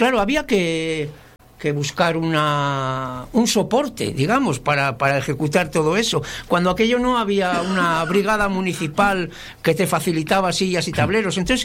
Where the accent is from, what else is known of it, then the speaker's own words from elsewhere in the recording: Laredo, Cantabria, Spain; para los que somos de Laredo